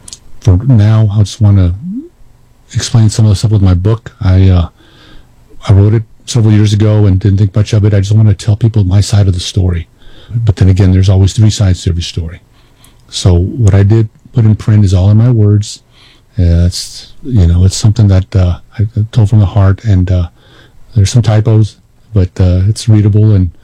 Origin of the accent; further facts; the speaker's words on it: El Paso, Texas, United States; When I was growing up in El Paso, I hung out with a lot of classic rockers